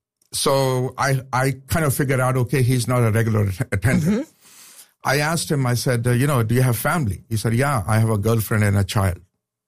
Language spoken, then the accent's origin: English; Pakistan; I said, I'm a Christian from Pakistan.